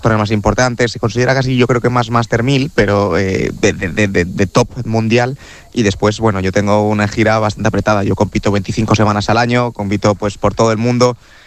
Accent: Vigo, Galicia, Spain; now in Barcelona, Spain; Yo, bueno, soy de Vigo, pero vivo aquí en Barcelona hace 9 años

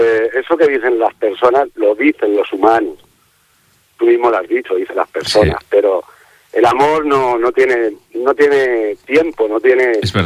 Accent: Girona, Catalonia, Spain; nos casaremos allí, claro, sí, en el pueblo de donde soy.

